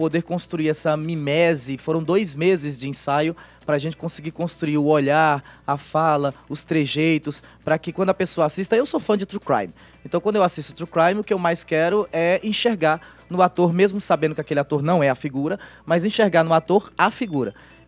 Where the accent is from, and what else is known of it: Northeast Brazil, Brazil